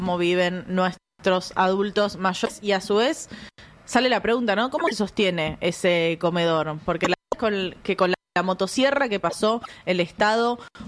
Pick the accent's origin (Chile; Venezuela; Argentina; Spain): Argentina; como argentinos y como argentinas